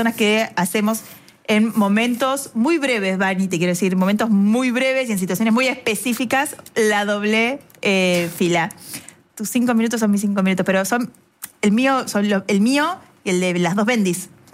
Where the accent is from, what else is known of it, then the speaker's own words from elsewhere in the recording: La Dulce, Buenos Aires Province, Argentina; moved away; also born or lived in La Plata; Yo soy de La Dulce, no, Polito, no. cerca de Necochea.